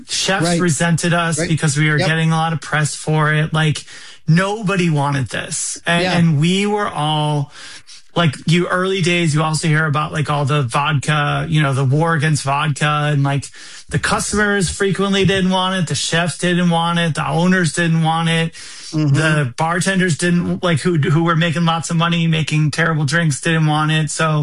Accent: Wisconsin, United States; So having become an adult in Wisconsin, it's funny, and growing up in the Midwest, I've realized it, as I'm long gone, the Midwest is the most socially conservative place in America.

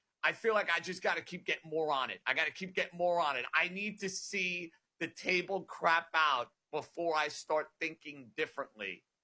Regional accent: New York, United States; accent: New York; You can tell by the dialect I'm a New York guy.

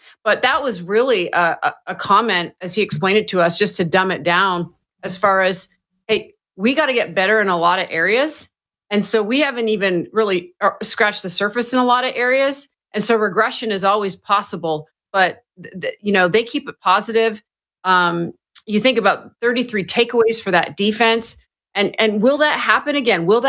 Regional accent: Canada; now in United States; And I am originally from Canada, Nick, although I'm a proud American, so I've got that dual citizenship.

